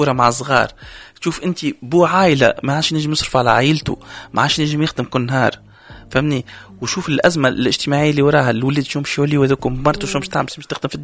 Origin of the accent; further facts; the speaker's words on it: Tunisia; نحن التماسك الاسري مازال عندنا في تونس